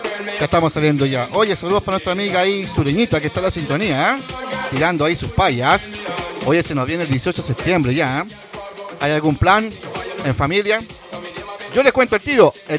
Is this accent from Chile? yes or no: yes; Chile; now in Sweden; como buen chileno, acá en el extranjero